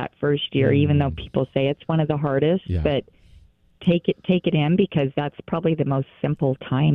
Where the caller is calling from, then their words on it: Central City, United States; I am calling from Central City.